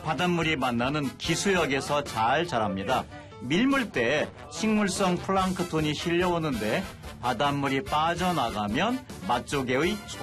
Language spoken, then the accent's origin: Korean; Gimje, North Jeolla, South Korea; 제 고향 김제도 맛있는 조개가 참 많거든요.